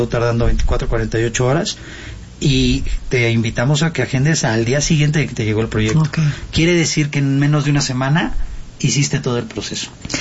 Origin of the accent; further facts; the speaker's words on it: Mexico; porque como buenos mexicanos, dejamos todo al final